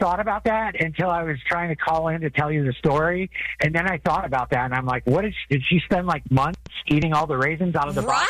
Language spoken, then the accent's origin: English; Michigan, United States; moved away; I grew up in Michigan.